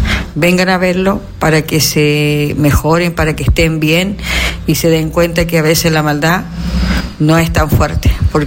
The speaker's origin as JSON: {"language": "Spanish", "town": "Artificio", "region": "Valparaíso", "country": "Chile", "said": "soy de Artificio."}